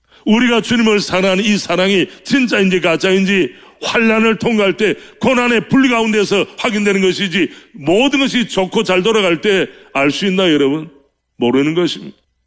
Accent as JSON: {"language": "Korean", "country": "South Korea"}